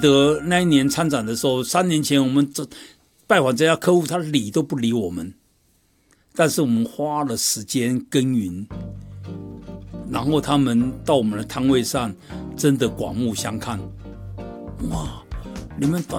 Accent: China; 我们中国人常常讲的春天撒种，秋天收割，这个是不变的自然的一个定律

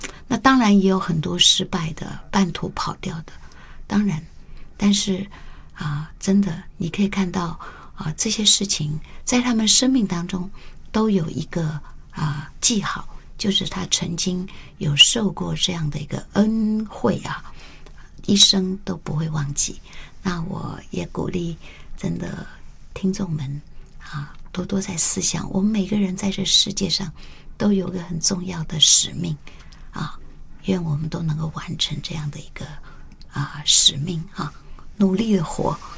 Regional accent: Taiwan

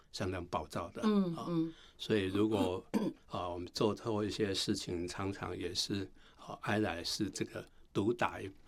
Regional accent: Madou, Tainan, Taiwan; 我的家乡是台南麻豆，那麻豆有一个远近驰名的一个大的庙宇，

